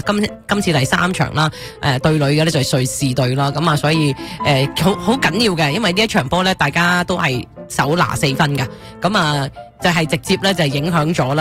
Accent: Canada; 咁我哋加拿大人可以睇波啦

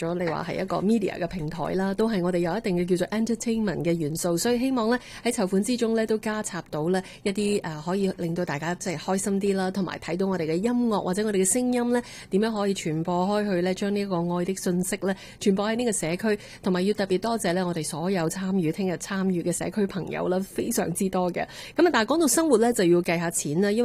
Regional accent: Canada

